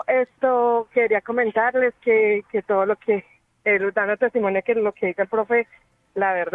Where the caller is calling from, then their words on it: Ibagué, Tolima, Colombia; les llamo desde la ciudad de Ibagué.